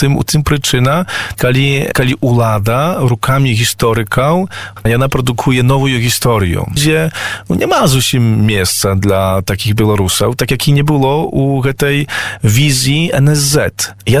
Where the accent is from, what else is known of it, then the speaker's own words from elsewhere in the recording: Poland; мы беларусы робім, тое, што мы, як беларусы, ведаем пра гэтыя пасляваенныя падзеі, гэта нічога не абазначае пакуль. Гэта нашая памяць меншасця ў Польшчы